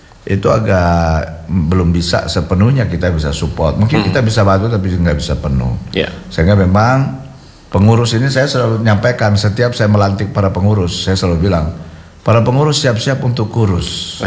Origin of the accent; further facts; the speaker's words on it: Tarakan, North Kalimantan, Indonesia; kita sebagai orang Tarakan